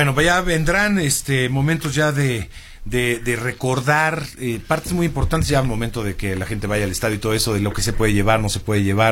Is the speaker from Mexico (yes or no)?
yes; Mexico; somos los mexicanos